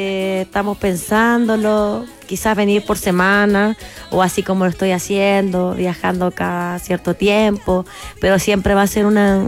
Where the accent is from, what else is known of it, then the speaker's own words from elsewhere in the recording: Iquique, Tarapacá, Chile; Que allá Iquique no es tan grande tampoco.